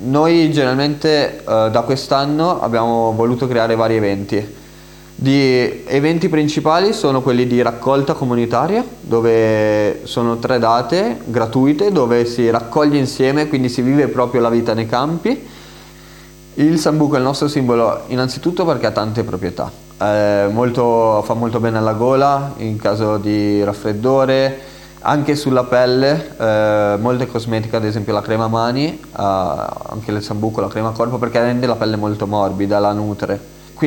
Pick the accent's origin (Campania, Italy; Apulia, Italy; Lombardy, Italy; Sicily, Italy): Lombardy, Italy; Milan; moved away as an adult; now in Carnia, Italy; Io sono originario di Milano e mi sono trasferito in Carnia 2 anni fa